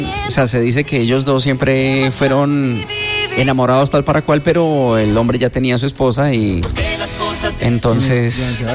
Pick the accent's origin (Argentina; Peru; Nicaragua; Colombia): Colombia; Meta; nos reuniremos nosotros como llaneros